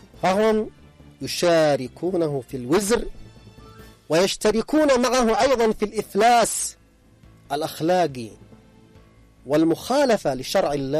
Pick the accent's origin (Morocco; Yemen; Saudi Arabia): Yemen; نحن كشعب يمني، نفوسنا وأرواحنا وحياتنا وأموالنا وما نملك فداء لمكة المكرمة